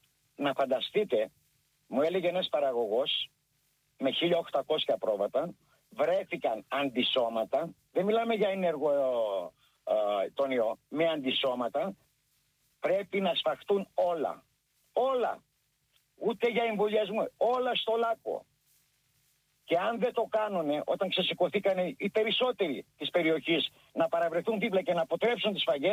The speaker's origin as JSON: {"language": "Greek", "town": "Skalochori", "region": "North Aegean", "country": "Greece", "said": "κατάγομαι από ένα χωριό που λέγεται Σκαλοχώρη."}